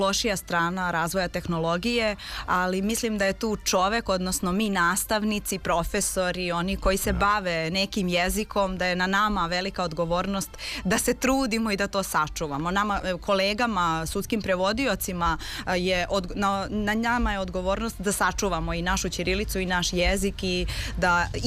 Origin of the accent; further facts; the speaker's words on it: Serbia; to je meni kao domaćinu, kao nekom koja je odavde, meni prija da čujem da se neko lepo i domaćinski osjeća